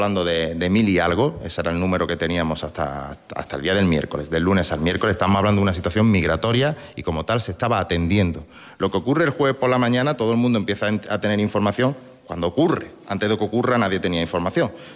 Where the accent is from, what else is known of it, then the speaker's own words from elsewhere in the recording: Ceuta, Spain; Mire, aparte de representante del gobierno de Ceuta, soy ceutí y soy perfectamente consciente de esa inquietud